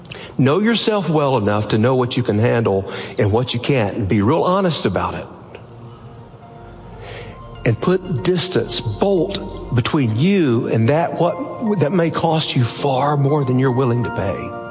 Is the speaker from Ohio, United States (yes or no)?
no; Alabama, United States; where I grew up in North Alabama, it was in the Appalachian foothills